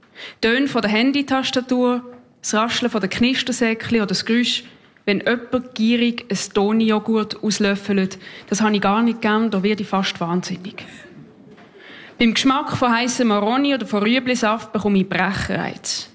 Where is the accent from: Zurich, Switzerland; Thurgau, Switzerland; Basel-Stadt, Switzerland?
Basel-Stadt, Switzerland; Basel; ich komme aus Basel, ich bin Slam-Poetin und Spoken-Word-Autorin.